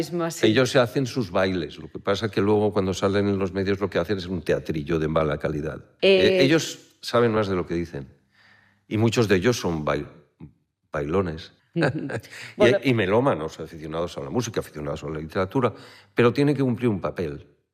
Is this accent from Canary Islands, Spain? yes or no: no; Zaragoza, Aragon, Spain; born there; first language Spanish; Yo nací aquí en las calles de Zaragoza